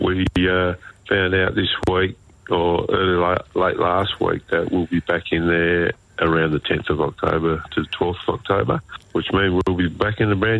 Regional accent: Western Australia, Australia; our lines go from the southwest all the way up to the Pilbara, and also the Kimberleys on my grandmother's side. And yeah, that's my connection to WA, pretty much most of the state.

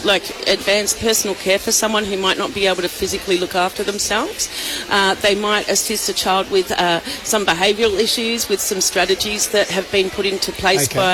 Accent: Mossman, Queensland, Australia; So I'm from Mossman area, with the Gugulgulanji people.

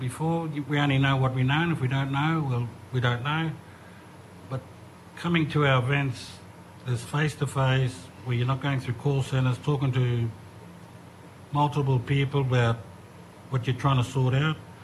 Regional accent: Cairns, Queensland, Australia; because I'm from Gimoy, Cairns, far north Queensland, on the other side of the country

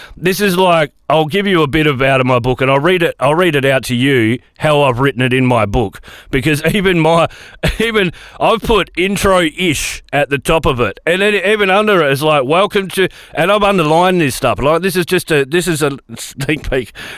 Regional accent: Collie, Western Australia, Australia; moved away; born in 1979, so long before technology was around. I grew up in Collie, which is right down south from here, and people may know of it. It's out of Bunbury. Southwest is where I grew up. Collie's like a town in a crater. If you could say that, it's a lot of valleys and hills around it.

